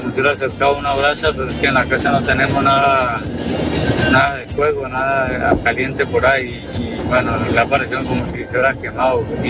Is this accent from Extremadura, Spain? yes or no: no; Barcelona, Catalonia, Spain